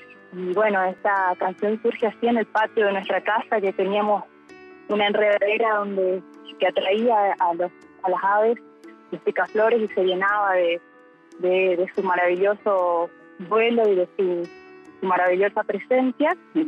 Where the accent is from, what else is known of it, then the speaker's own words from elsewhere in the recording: Jardín América, Misiones, Argentina; de Jardín América Misiones, soy cantora